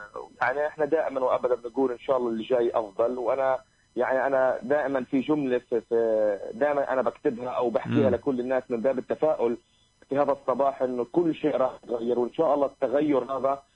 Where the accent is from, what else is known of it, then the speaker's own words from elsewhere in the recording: Palestine; إحنا كفلسطينيين